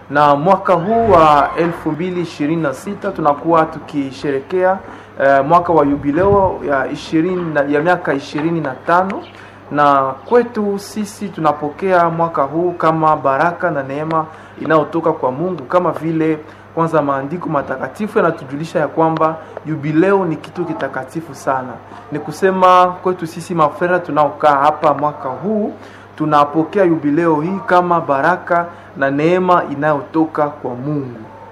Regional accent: Bukavu, South Kivu, DR Congo; Natokea arsidioseze ya Bukavu na naishi hapa Kamel

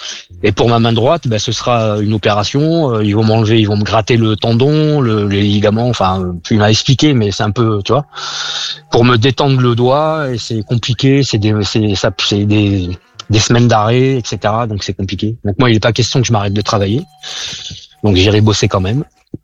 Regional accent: Limoges, Nouvelle-Aquitaine, France; Oh, je suis de Limoges

